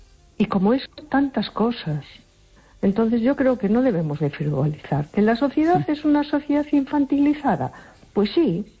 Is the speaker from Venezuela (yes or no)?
no; A Coruña, Galicia, Spain